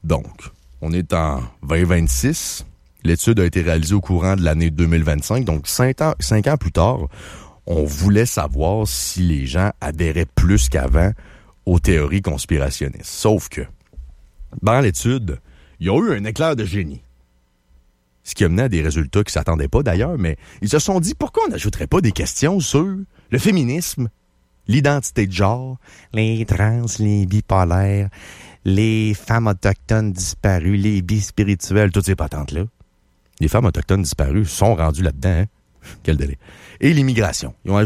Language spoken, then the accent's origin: French; Quebec, Canada; Puis je vous aime, j'en fais partie. Je suis un Québécois, je fais partie du peuple.